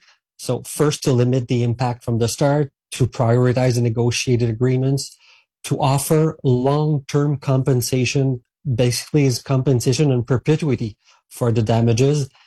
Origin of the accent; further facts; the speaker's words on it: Saint-Hyacinthe, Quebec, Canada; I come from a farmer region myself. I was raised in Saint-Hyacinthe, which is the capital of the agricultural world in Quebec.